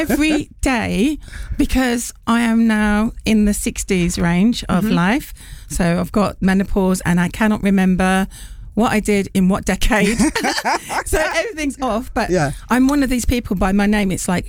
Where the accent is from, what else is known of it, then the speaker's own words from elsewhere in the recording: Birmingham, West Midlands, United Kingdom; moved away as an adult; now in London, United Kingdom; I'm a Brummer.